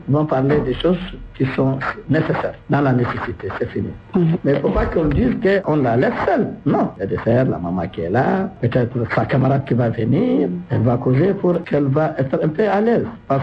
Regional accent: Chad

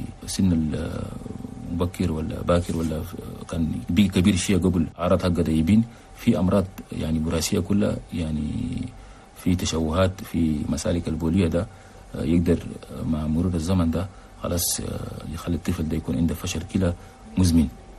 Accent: Chad; هسه ما ده بس عندنا في تشاد ده النظام السائد ده يعني يدير له شيء تغيير

